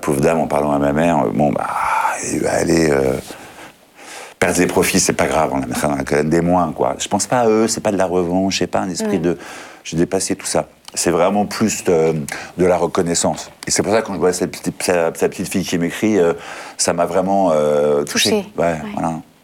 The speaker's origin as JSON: {"language": "French", "country": "France", "said": "Des lettres, voilà, bonjour, je suis un Français."}